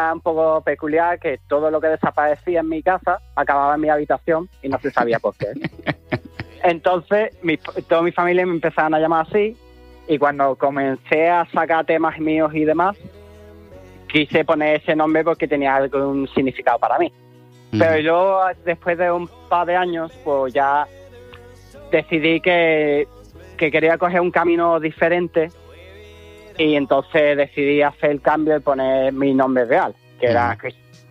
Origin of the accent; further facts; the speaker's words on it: England, United Kingdom; Spanish is a second language; now in Huelva, Spain; Bueno, realmente norteamericano no soy, soy inglés.